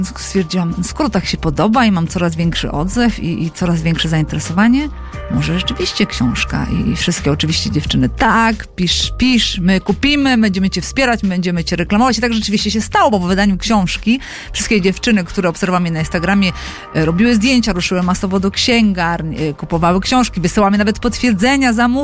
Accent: Pomeranian Voivodeship, Poland; born there; Mój tata był nauczycielem języka rosyjskiego, wieloletnim dyrektorem szkoły wiejskiej niedaleko tego miejsca zamieszkania, gdzie się urodziłam. To jest na Pomorzu. Piękne miejsce.

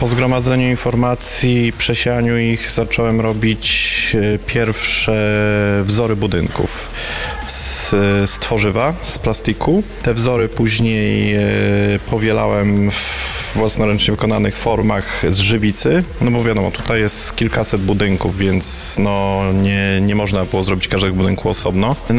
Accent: Słupca, Greater Poland Voivodeship, Poland; odkąd pamiętam, od dziecka, jak mieszkam w Słupcy

